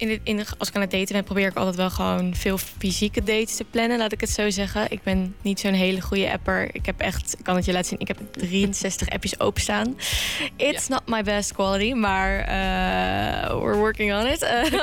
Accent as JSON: {"language": "Dutch", "town": "Bergen op Zoom", "region": "North Brabant", "country": "Netherlands", "said": "Ik kom zelf uit Bergen op Zoom, dus daar hebben we ook een hele leuke zaal."}